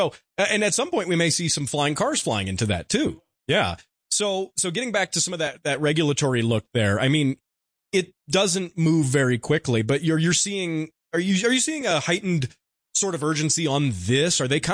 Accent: United States; it's tough to say this as an American

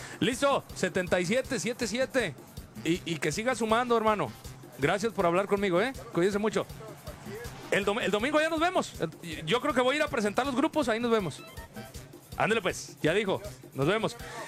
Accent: Morelia, Michoacán, Mexico; moved away; yo soy de Morelia, Michoacán.

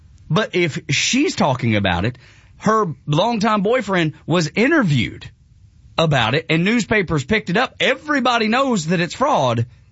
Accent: Georgia, United States; I'm from Northwest Georgia. Some people accuse us of that anyway.

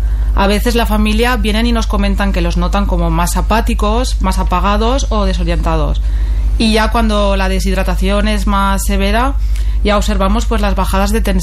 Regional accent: Vilabella, Catalonia, Spain; Soy de aquí, de Vilabella, de cerquita al ladito

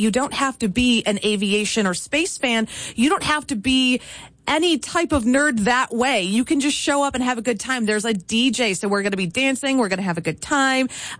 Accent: Chicago, Illinois, United States; moved away; because I'm from Chicago.

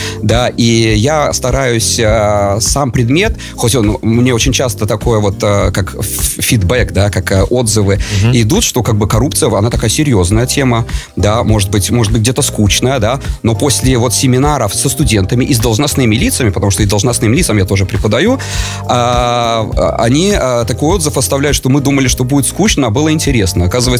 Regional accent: Rēzekne, Latgale, Latvia; now in Riga, Latvia; вот город Резекне, да, я из Резекне, и вот я часто приезжаю туда, у меня родители живут там

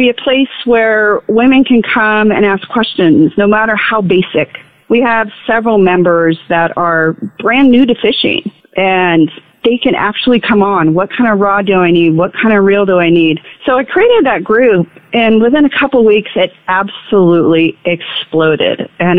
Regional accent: Tucson, Arizona, United States; moved away; I'm from Tucson. I don't have all this boating experience

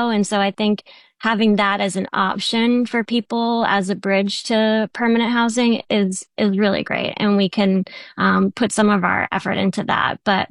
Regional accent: Boston, Massachusetts, United States; also born or lived in Nashville; now in Rhode Island, United States; I am new to Rhode Island. I'm here for a couple of years. And I grew up in the Boston area. And before that, I was in Nashville.

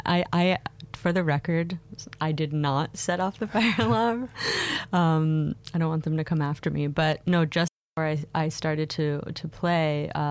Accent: England, United Kingdom; Yeah, and we are literally the California of England.

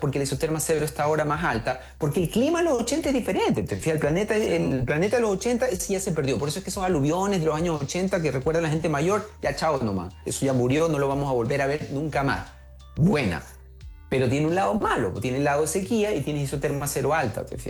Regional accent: Guayaquil, Guayas, Ecuador; moved away as an adult; yo soy de Guayaquil, de Ecuador. Cuando yo vivía ahí hace largos 25 años, tú tenías 31, 32 grados. Eso era el clima de mi ciudad, Guayaquil.

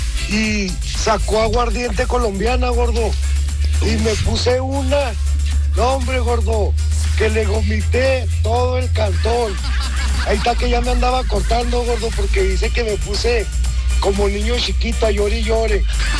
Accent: Mexico; Así somos los mexicanos. Saludos y viva México.

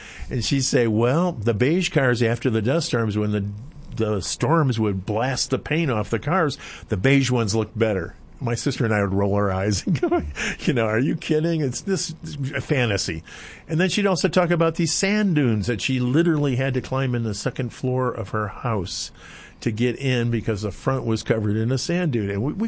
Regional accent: Chicago, Illinois, United States; We grew up in Chicago, and so we were way far from, out here

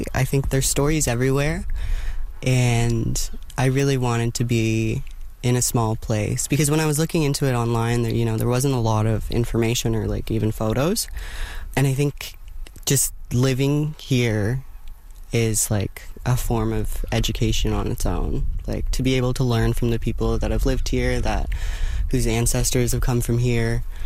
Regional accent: Calgary, Alberta, Canada; I'm from Calgary, and I went to school in art history in Montreal

